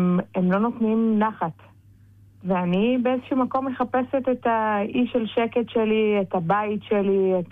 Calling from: Ramat Gan, Tel Aviv District, Israel; אני מרמת גן.

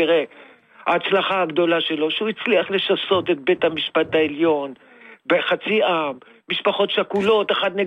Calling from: Holon, Tel Aviv District, Israel

